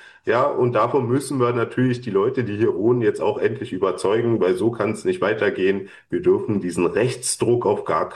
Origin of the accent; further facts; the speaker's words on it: Berlin, Germany; als ich das erste Mal nach Tangermünde gekommen bin, ja, als, ich sag jetzt mal, als Berliner, der ja nur Berlin und sein Speckgürtel kennt